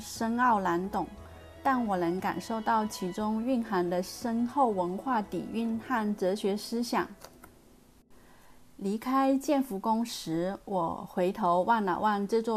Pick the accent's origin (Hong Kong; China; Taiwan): Taiwan; 在台北时，若是周末无事，我喜欢约上一帮朋友去爬山